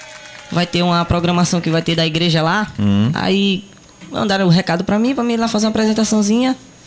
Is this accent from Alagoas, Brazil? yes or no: yes; Alagoas, Brazil; Sou daqui de Alagoas mesmo, só que de povoado de Itapuranga.